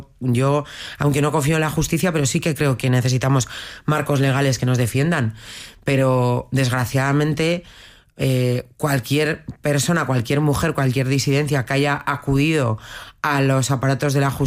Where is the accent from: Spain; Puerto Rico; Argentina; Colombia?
Spain; Bilbao, Basque Country; yo soy de Bilbao